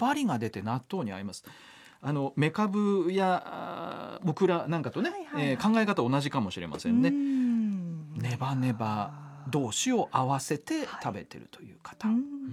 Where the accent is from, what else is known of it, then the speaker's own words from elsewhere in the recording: Kansai, Japan; born there; moved away; 私もあの子供の頃関西で暮らしましたけれども